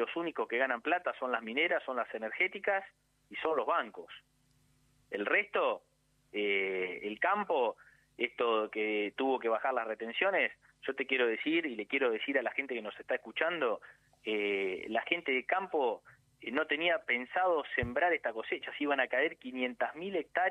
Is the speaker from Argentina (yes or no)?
yes; Argentina; como argentino te indigna